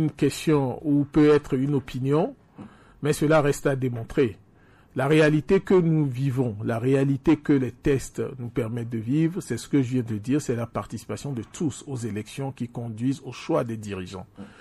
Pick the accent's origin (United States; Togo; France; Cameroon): Togo